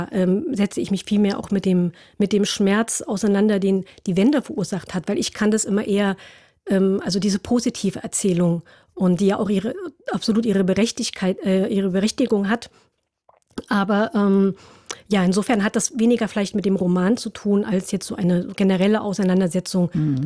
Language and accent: German; Germany; Also ich bin, wie gesagt, in der DDR geboren und aufgewachsen.